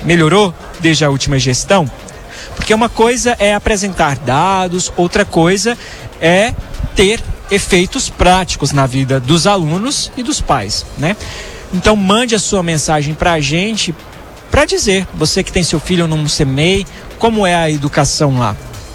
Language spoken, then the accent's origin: Portuguese; Brazil; somos brasileiros, conhecemos a classe política brasileira